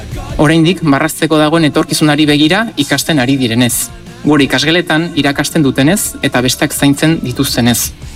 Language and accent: Basque; San Sebastián, Basque Country, Spain; Donostiakoa naiz, donostiarra naiz